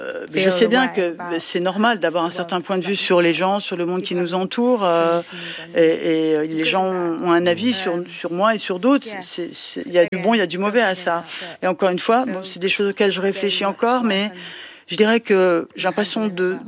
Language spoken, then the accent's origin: French; Walsall, West Midlands, United Kingdom; Ouais, c'est là d'où je viens.